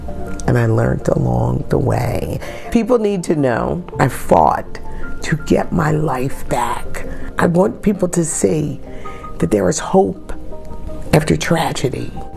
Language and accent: English; Philadelphia, Pennsylvania, United States; accent: South Philly; I'm a 44-year radio vet. I grew up in South Philadelphia. I lived there practically all of my life.